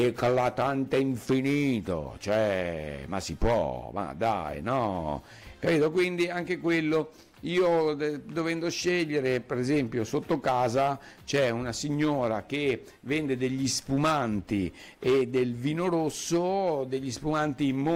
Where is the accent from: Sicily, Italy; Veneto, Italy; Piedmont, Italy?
Veneto, Italy; accent: un po' veneto; ve lo sto dicendo anche con accento un po' veneto